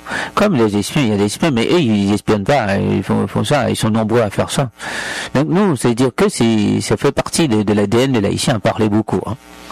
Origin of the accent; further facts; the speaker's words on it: Haiti; suis bien haïtien, même si j'étais dans les Marines. Même si j'ai travaillé pour les États-Unis, mais je suis haïtien.